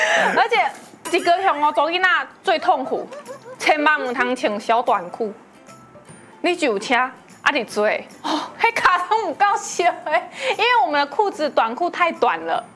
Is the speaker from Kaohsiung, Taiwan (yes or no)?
yes; Kaohsiung, Taiwan; 所以我们高雄长期都是很热的。偏对台湾来讲，我们高雄算蛮热的